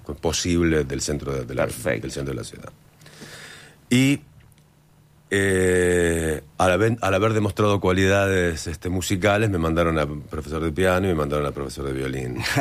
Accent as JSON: {"language": "Spanish", "town": "Martínez", "region": "Buenos Aires Province", "country": "Argentina", "tie": "born or raised there", "lives_now": "Béccar, Argentina", "said": "No soy específicamente de San Isidro. San Isidro es un municipio que alberga a mi Martínez natal y a mi Bécar actual."}